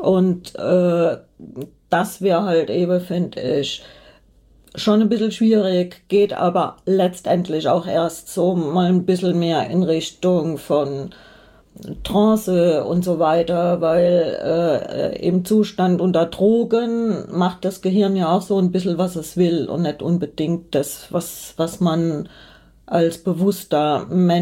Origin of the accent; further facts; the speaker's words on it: Hesse, Germany; born there; ich stamme ja aus Hessen gebürtig.